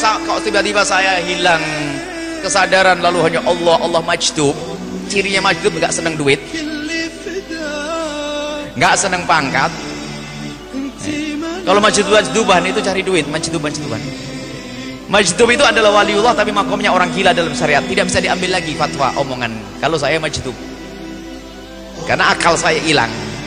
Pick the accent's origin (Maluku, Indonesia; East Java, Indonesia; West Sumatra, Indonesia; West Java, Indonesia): East Java, Indonesia; Gus ini satu paham dari Jawa Timur, saya Jawa Timur.